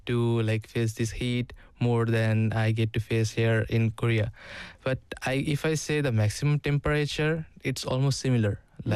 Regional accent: Bangladesh; first language Bengali; English is a second language; moved away

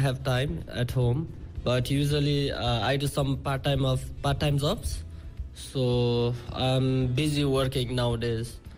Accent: Nepal; now in South Korea; Since I'm from South Asia

